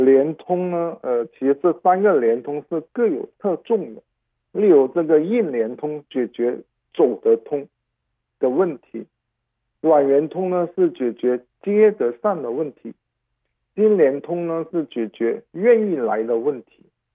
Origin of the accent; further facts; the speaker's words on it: Guangdong, China; now in Hong Kong; 因为我的家乡在广东，我又在香港生活工作